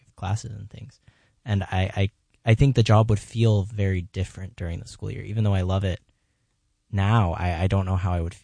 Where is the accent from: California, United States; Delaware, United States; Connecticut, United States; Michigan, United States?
Delaware, United States; moved away; I come from Delaware, where the majority of people that move into Delaware are coming for the Air Force.